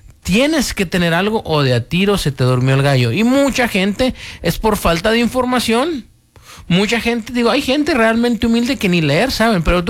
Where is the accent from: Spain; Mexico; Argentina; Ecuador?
Mexico